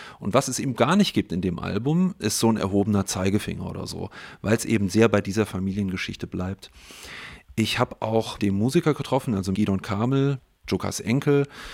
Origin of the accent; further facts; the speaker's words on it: Germany; der man sich als Deutscher ja immer mal wieder stellt.